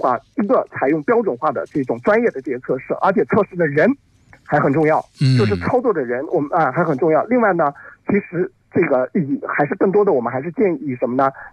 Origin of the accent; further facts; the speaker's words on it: China; 我们中国人讲的这个"家有一老，如有一"。